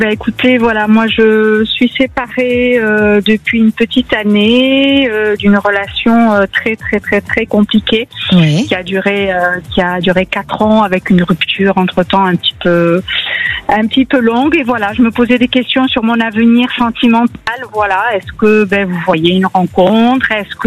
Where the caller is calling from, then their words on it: Montpellier, Occitanie, France; De Montpellier.